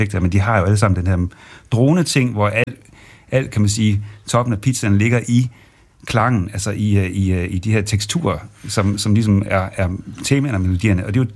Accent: Jutland, Denmark; dels så er vi alle sammen fra det mørke Jylland i forhold til egne, hvor man havde en tradition i forhold til at spille folkmusik, i hvert fald min bedste far gjorde det, og jeg ligesom voksede op over i forsamlingshuset

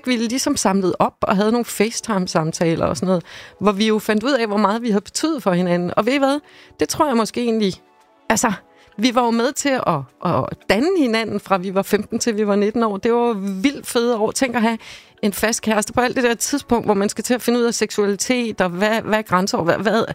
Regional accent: Havrebjerg, Zealand, Denmark; Ja, Eren er fra en lille by, der hedder Havrebjerg, lidt uden for Slagelse, 12 kilometer derude

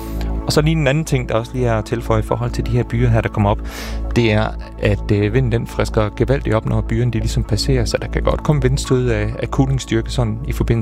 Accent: Viborg, Central Denmark Region, Denmark; jeg er fra Midt- og Vestjylland, jeg er fra Viborg.

